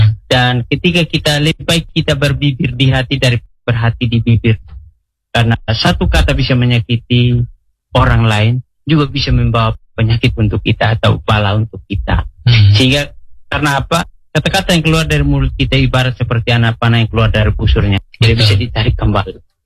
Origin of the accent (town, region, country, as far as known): East Nusa Tenggara, Indonesia